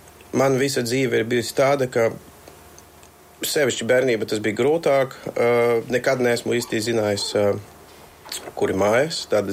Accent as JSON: {"language": "Latvian", "town": "Plovdiv", "region": "Plovdiv Province", "country": "Bulgaria", "tie": "born or raised there", "said": "esmu dzimis Bulgārija, Plovdiva 92. gadā. Man mamma ir bulgārieti, tēvs man ir no Skotijas, no Lielbritānijas. Bērnību pavadīju diezgan daudz vietas, bet tomēr ilgāku posmu pavadīju Bulgārija."}